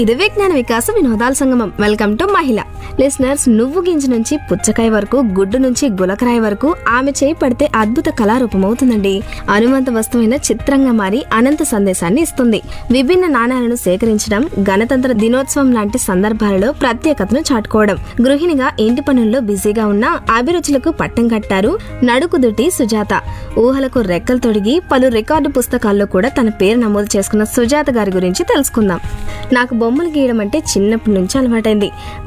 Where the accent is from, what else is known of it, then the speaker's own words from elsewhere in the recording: Penamaluru, Andhra Pradesh, India; మా స్వస్థలం కృష్ణా జిల్లా పెనుమలూరు.